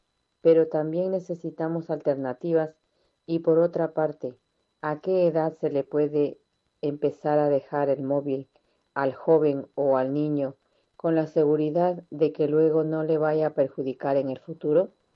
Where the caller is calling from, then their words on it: Ecuador; de Ecuador.